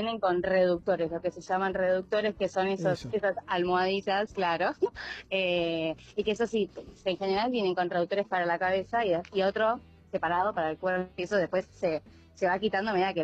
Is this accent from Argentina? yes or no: yes; Buenos Aires, Argentina; nosotros somos de Capital Federal, Buenos Aires